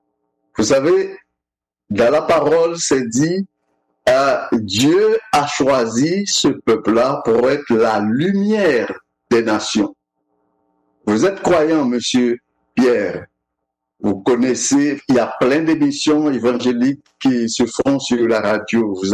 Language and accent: French; Haiti; Le peuple haïtien aujourd'hui, moi je suis haïtien, le peuple haïtien aujourd'hui qui vit cette situation